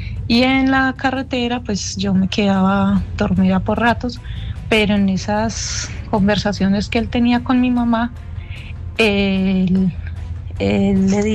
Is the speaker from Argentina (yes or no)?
no; Chinchiná, Caldas, Colombia; Mi mamá frecuentaba llevarme a que yo me encontrara con mi papá en Pereira. Nosotros somos de Chinchiná.